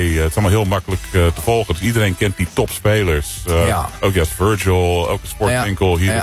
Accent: Soest, Utrecht, Netherlands; now in United States; Ik kom uit Soest.

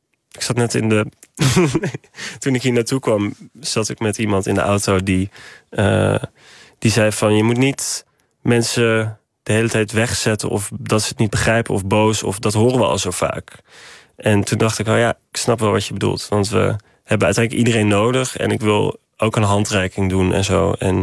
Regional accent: Haarlem, North Holland, Netherlands; born there; moved away; Wij komen uit Haarlem.

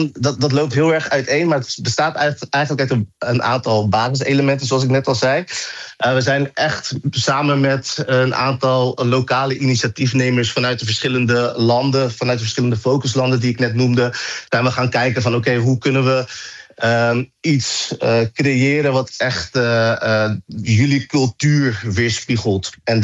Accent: Netherlands; Ik ben zelf, ik heb zelf een Ghanese achtergrond. Ik ben in Nederland opgegroeid, maar mijn roots liggen in Ghana.

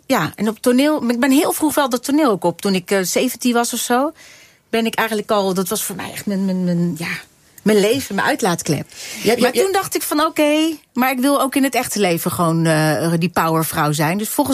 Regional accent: The Hague, South Holland, Netherlands; ik kom uit Den Haag en daar zat ik in het rockcircuit.

